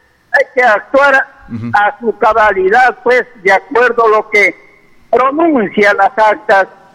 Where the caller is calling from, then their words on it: Peru; aquí nosotros en el Perú